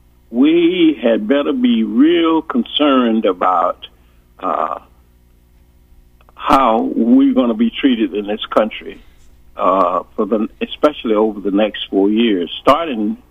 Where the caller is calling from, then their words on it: Georgia, United States; being a Southerner from Georgia